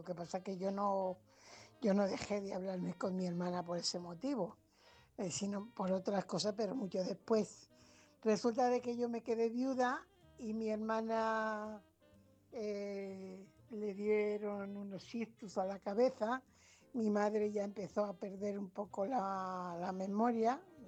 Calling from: Fuenlabrada, Community of Madrid, Spain; corresponsal de Fuenlabrada.

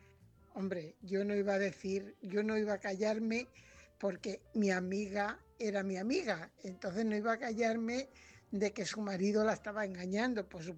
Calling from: Fuenlabrada, Community of Madrid, Spain; corresponsal de Fuenlabrada.

